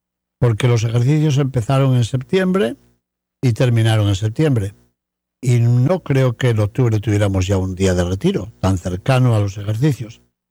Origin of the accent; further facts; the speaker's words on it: Palazuelo de Órbigo, Castile and León, Spain; Cuando yo era chiquillo, en el pueblo donde me crié, en Palazuelo de Órbigo, nunca se habló de un retiro, ni sabía lo que era.